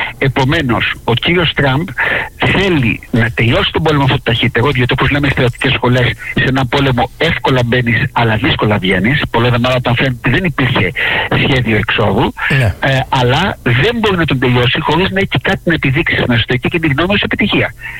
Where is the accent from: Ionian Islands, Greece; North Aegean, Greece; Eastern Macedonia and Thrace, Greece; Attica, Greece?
Ionian Islands, Greece; also born or lived in Lefkada / Kefalonia; Από τα δύο νησιά πάνω και κάτω στη Λευκάδα.